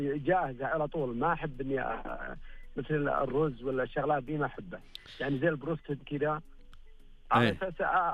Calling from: Al-Qassim, Saudi Arabia; موجود أنا في منطقة القصيم

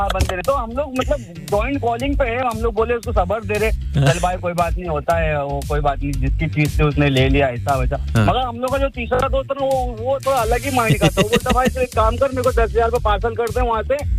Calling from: Mumbai, Maharashtra, India; मैं मुंबई से भाई, बहुत फेमस जगह से हूँ

